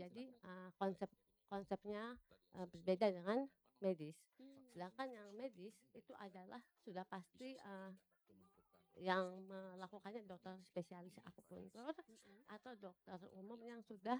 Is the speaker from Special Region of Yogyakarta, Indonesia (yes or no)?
no; Kupang, East Nusa Tenggara, Indonesia; Dan kembali ke Kupang ya, saya anak daerah asli Kupang.